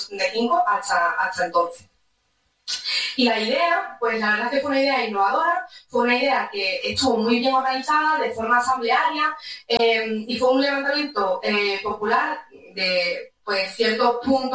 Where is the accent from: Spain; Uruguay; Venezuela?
Spain; born there; yo soy nacida en la diáspora, yo nací en España, pero pues soy de origen saharaui y concretamente soy de las zonas ocupadas del Sáhara Occidental.